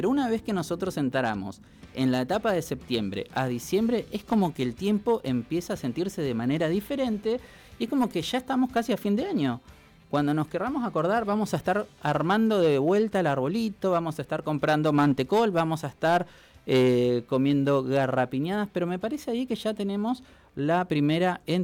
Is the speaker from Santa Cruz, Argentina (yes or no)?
yes; Río Gallegos, Santa Cruz, Argentina; born there; yo soy una persona muy malvinera, sobre todo porque los que nacimos acá en Río Gallegos tenemos una historia con Malvinas